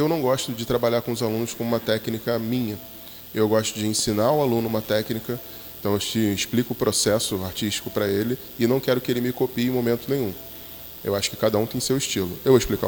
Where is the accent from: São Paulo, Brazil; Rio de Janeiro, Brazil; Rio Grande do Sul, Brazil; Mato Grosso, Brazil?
Rio de Janeiro, Brazil; Cabo Frio; Sou daqui de Cabo Frio.